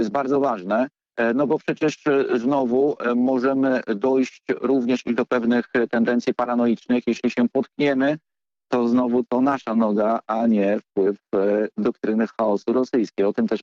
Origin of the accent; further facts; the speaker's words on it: Warsaw, Masovian Voivodeship, Poland; Jestem warszawiakiem od pokoleń